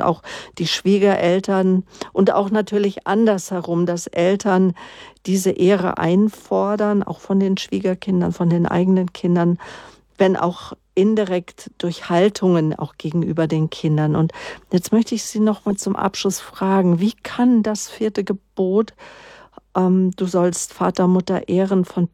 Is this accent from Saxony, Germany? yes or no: no; Munich, Bavaria, Germany; wenn ich mal wieder hinkomme hier als Münchner.